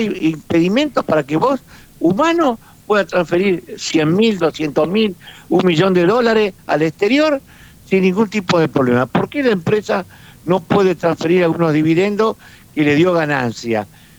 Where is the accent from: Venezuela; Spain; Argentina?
Argentina